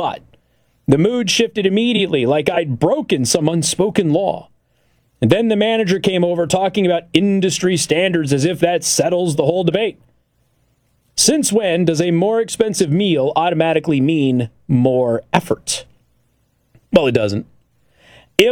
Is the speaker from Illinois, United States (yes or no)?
no; Las Vegas, Nevada, United States